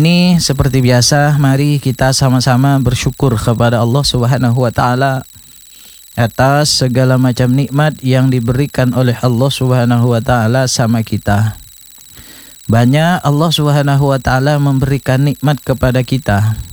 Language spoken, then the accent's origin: Indonesian; East Java, Indonesia; mengajarkan adab memasak kita orang Madura